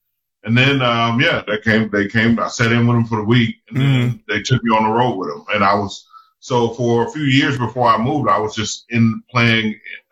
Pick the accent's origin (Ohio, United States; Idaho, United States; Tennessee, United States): Tennessee, United States; Memphis; now in Los Angeles, United States; I tell people, like, LA is where I live, but Memphis is where the music comes from. My answer is always, I'm from Memphis.